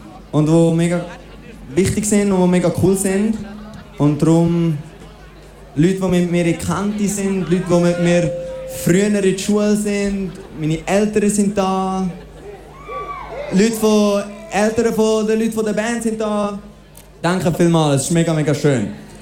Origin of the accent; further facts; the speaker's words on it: Aarau, Aargau, Switzerland; ich bin in Aarau aufgewachsen.